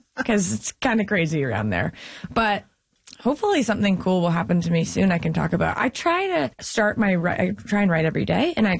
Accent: Canada; I'm so grateful that I grew up comedically in Canada

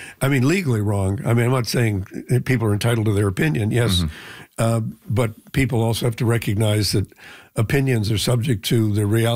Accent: Canada

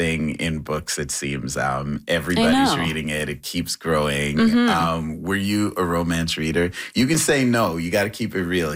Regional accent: Trinidad & Tobago; No, I grew up in Trinidad.

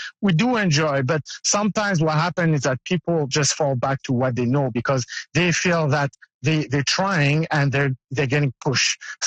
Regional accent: Canada; I'm culturally from there, but the way I'm acting, people there know that I'm foreign, you know, I'm Canadian.

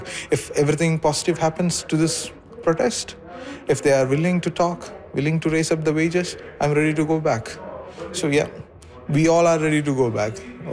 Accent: India; I'm from India. I've been here for the last 2 years.

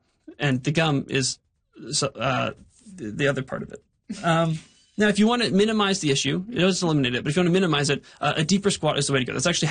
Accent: Hamilton, Ontario, Canada; now in Vancouver, Canada; my hometown of Hamilton.

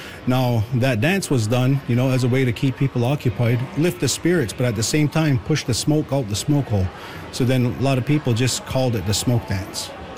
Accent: Akwesasne, Ontario, Canada; What I said there is … which means the good leaf. And I come to you from the Akwesasne Mohawk Nation.

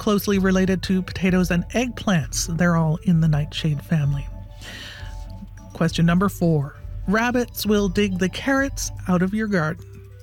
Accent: Halifax, Nova Scotia, Canada; I'm from Halifax, and the climate is not necessarily great for roses.

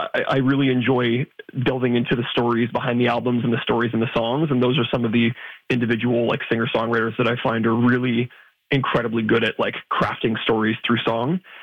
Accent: Ontario, Canada

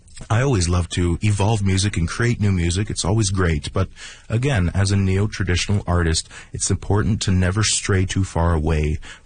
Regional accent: Sucker Creek, Alberta, Canada

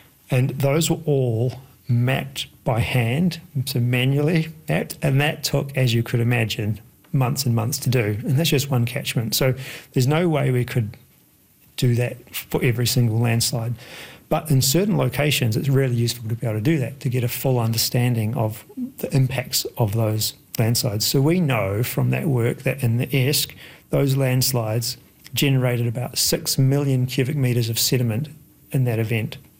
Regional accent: Wellington, New Zealand; I grew up in Wellington. A lot of my extended family's from Wellington

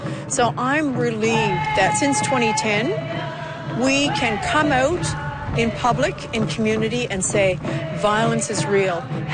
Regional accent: Stephenville, Newfoundland and Labrador, Canada; now in Corner Brook, Canada; I'm a knowledge keeper and a feather carrier. I live here in Cornerbrook. I'm from Stephenville originally.

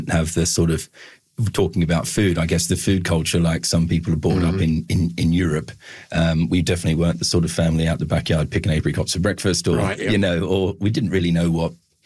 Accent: Williamtown, New South Wales, Australia; now in United Kingdom; I ended up in England, you know, long term, because it's something that I didn't really plan on. I grew up in Williamtown, wonderful parents … so supportive of everything I did.

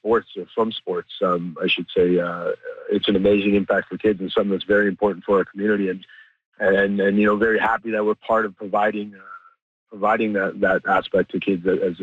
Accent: Canada; we all kind of went through these experiences being Sikh Canadian

